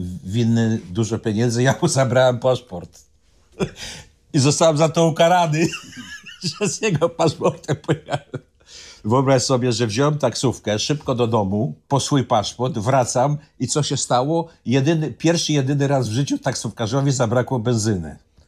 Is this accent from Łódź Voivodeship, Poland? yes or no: no; Warsaw, Masovian Voivodeship, Poland; ja oczywiście jako sprytny warszawiak, czyli cwaniak warszawski